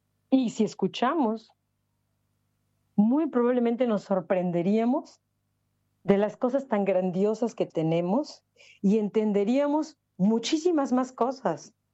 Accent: Yucatán, Mexico; yo soy de Yucatán, a mí no me tocó aprender maya

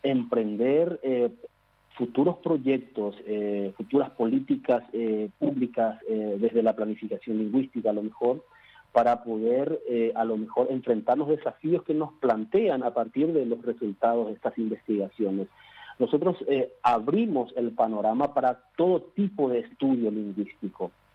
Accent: Paraguay; el guaraní y el castellano, nuestro bilingüismo

